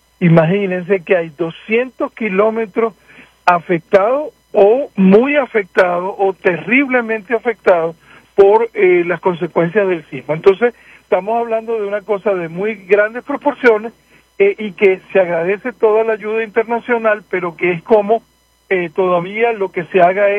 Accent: Venezuela; uno siendo venezolano sabe que Venezuela no sabía que, uno sabía que había habido terremotos y que en Caracas había habido un terremoto grande de memoria histórica. Yo era un niño cuando eso ocurrió, en el año 1967.

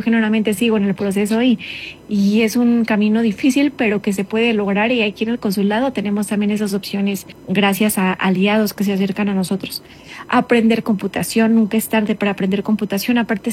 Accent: Mexico; now in Denver, United States; como mexicanos estamos para apoyarnos unos a los otros

